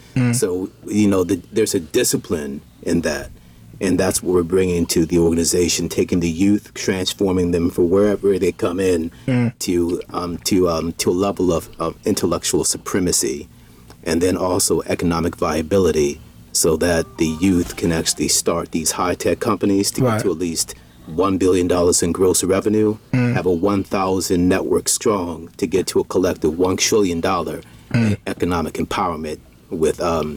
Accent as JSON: {"language": "English", "town": "Baltimore", "region": "Maryland", "country": "United States", "tie": "born or raised there", "said": "So born and raised in Baltimore City, East Side and West Side, went to Oberlin College"}